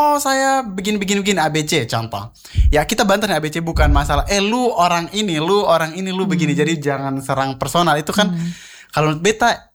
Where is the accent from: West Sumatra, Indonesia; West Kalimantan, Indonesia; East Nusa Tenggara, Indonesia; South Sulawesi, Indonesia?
East Nusa Tenggara, Indonesia; Kupang; beta merasa sebagai orang Kupang ya